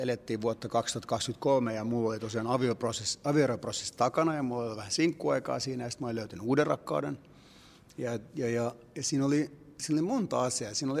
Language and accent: Finnish; Cyprus; mä sitten sijoitin sen tuonne häihin ja nimenomaan Kreikkaan, koska olen Kyprokset kotoisin, ollut Kyproksella häissä.